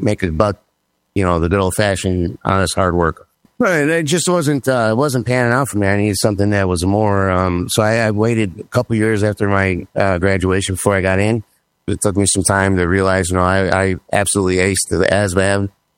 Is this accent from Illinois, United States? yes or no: yes; Franklin Park, Illinois, United States; also born or lived in Tennessee / Florida; now in Northwest Indiana, United States; I was born September 26, 1974. I'm native from Chicago suburbs, Franklin Park, Illinois.